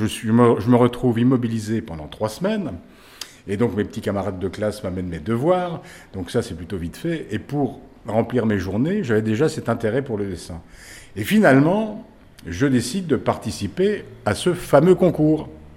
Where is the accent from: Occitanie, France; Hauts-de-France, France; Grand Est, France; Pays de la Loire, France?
Grand Est, France; Château-Regnault; also born or lived in Charleville; Je suis né à Charleville et j'ai poussé à Château-Regnault